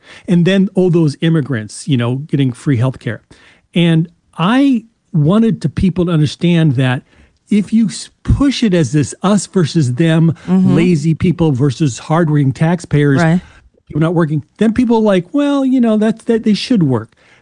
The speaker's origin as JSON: {"language": "English", "region": "Nebraska", "country": "United States", "moved": "yes", "said": "I'm from Nebraska originally."}